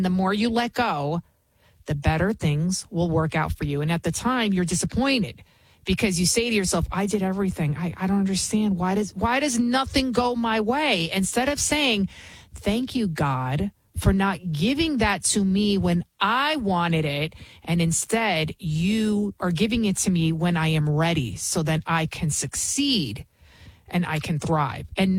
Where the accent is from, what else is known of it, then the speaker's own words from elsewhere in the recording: Bronx, New York, United States; English is a second language; I can be from the Bronx. Obviously, you can hear it in my accent, which I've been trying to get rid of, but it's just a part of who I am.